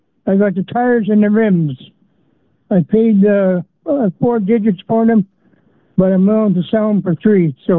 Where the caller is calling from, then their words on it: Poplarfield, Manitoba, Canada; Poplar Field area.